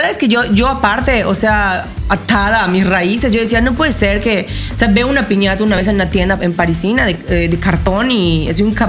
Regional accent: Yucatán, Mexico; moved away; Y los mexicanos somos eso, somos fiesta.

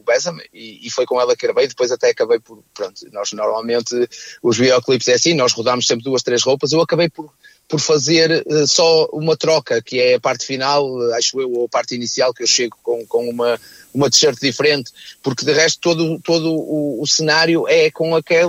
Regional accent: Paredes, Norte, Portugal; eu sou de Paredes, como o auditório sabe

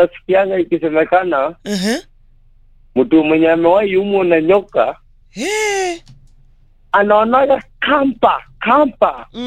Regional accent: Samburu County, Kenya; now in Narok, Kenya; Mimi si Mkikuyu, mimi ni Msamburu.

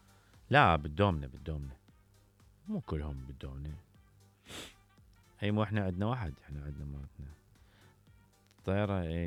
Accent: Iraq; وانا حقيقة تفاجئت لانه الشطرنج هو ليست لعبة او معتمدة عندنا في العراق

